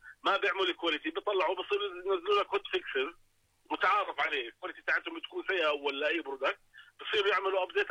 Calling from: Jordan; عندنا الاردنيين

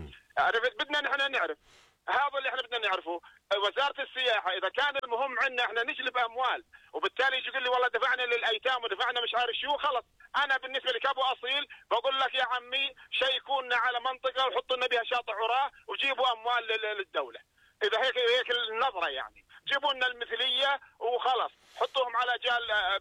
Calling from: Jordan; لانه احنا كمواطنين اردنيين نطلع ونشارك باستطلاعات

